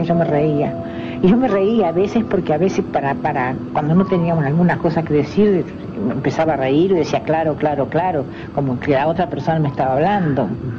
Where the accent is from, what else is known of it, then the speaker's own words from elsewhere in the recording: Uruguay; born there; also born or lived in Bahía Blanca, Argentina; yo nací en Bahía Blanca, en Argentina. Y yo nací, a los 2 años nos vinimos para Uruguay. Cuando yo tenía 2 años nos vinimos para Uruguay y aquí nos quedamos. Hasta que yo volví a la Argentina, me casé con una argentina y viví 20 años en Argentina.